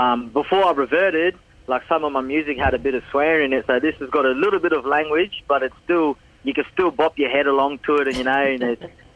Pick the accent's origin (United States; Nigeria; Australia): Australia; Brisbane, Queensland; born there; also born or lived in Sydney; it's actually a good, nice little place, you know what I mean, in Inala. And it's really multicultural, sort of like Sydney. And we grew up in Sydney as well with our dad, and then grew up in Inala with our mum.